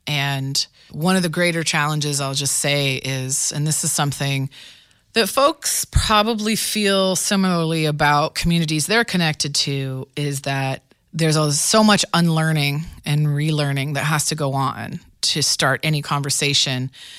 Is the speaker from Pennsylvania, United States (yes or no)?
no; Mansfield, Ohio, United States; I'm from Mansfield, Ohio, and my histories are from this area